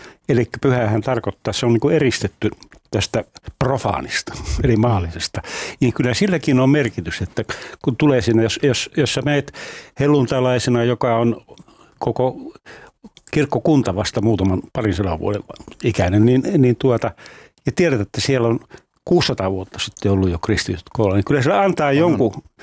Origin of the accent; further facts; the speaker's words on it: Rovaniemi, Lapland, Finland; Ja kun mä Rovaniemeltä kotoisin, sellainen valtava alttarifresko, joka siellä on, jossa on Jeesus tulee Kemijoen ja Ounasjoen risteykseen lainalle.